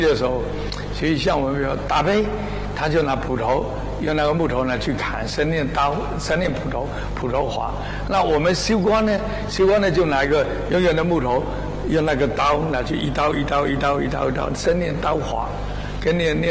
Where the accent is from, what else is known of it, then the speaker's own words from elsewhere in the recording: China; 到了86年以后，我们后来自己回来到我们建平来